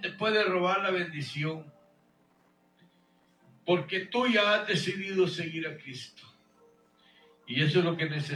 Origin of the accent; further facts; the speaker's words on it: Guatemala; now in Houston, United States; Allá a mi tierra natal, el predicador … viviendo en Houston, Texas, nacido en Guatemala.